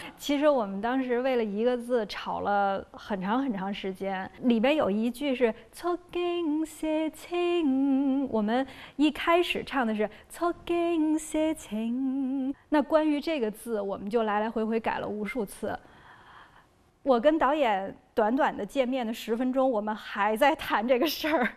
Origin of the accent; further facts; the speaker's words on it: Beijing, China; 我作为一个北京人